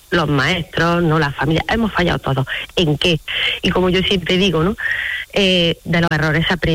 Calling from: Fernán-Núñez, Andalusia, Spain; Pues mira, yo soy de un pueblo de la campiña cordobesa, concretamente soy de Fernanduñez.

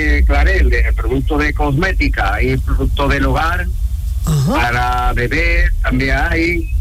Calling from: Fuentes de Andalucía, Andalusia, Spain; Yo soy de Fuente de Andalucía, de Sevilla.

